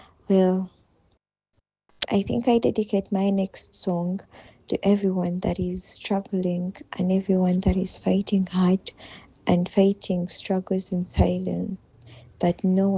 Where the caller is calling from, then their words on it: Entebbe, Central Region, Uganda; I'm listening in from Entebbe.